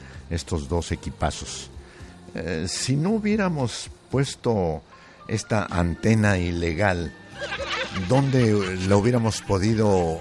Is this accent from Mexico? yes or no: yes; Mexico; nosotros, como somos mexicanos